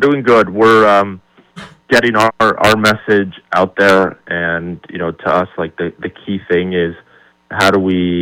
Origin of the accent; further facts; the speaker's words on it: Hudson, New Hampshire, United States; now in Moultonborough, United States; But I grew up down in Hudson. So I grew up down in Hudson.